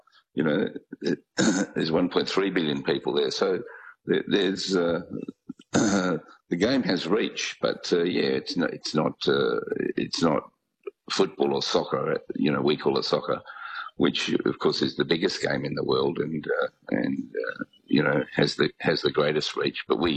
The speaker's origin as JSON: {"language": "English", "country": "Australia", "said": "We're Australian."}